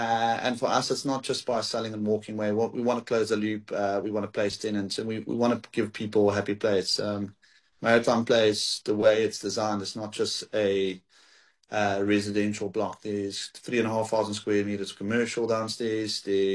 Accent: Paarl, Western Cape, South Africa; I'm originally from Paarl, and I used to drive from Paarl up to Cape Town.

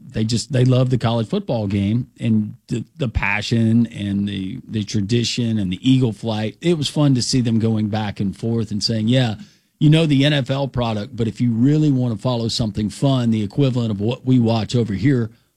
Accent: Alabama, United States; I was raised in Alabama.

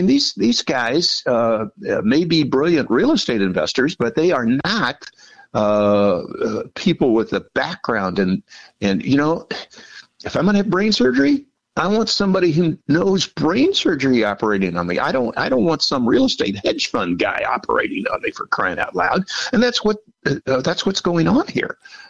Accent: Illinois, United States; I grew up poor and in Southern Illinois.

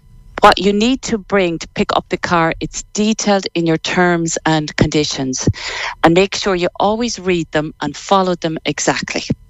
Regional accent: Sligo, Connacht, Ireland; Born and bred in Sligo town, so not far from you.

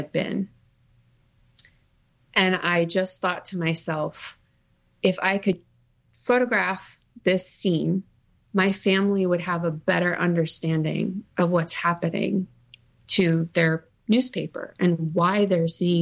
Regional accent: Illinois, United States; and in the Midwest because that's where I'm from. I photographed my hometown newspaper in Southern Illinois, which was a joy.

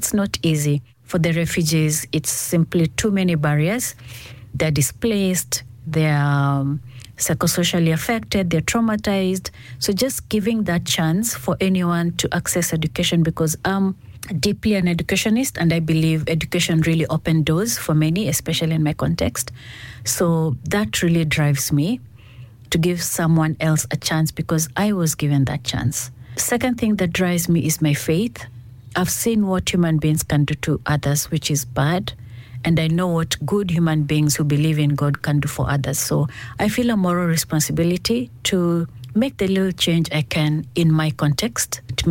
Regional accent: Kenya; I'm a Kenyan, and I work in Kenya and Somalia program for the Lutheran World Federation

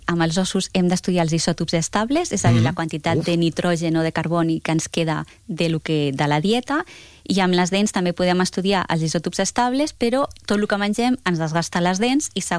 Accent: Tarragona, Catalonia, Spain; Jo sóc de Tarragona, llavors, clar, això dels romans...

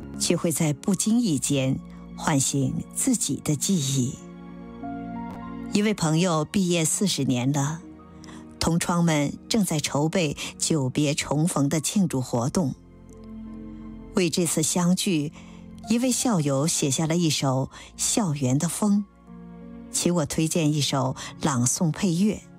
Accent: Harbin, Heilongjiang, China; moved away; 而是我曾经生活过的地方，因为那也是我的故乡哈尔滨。离开故乡已经很多年了

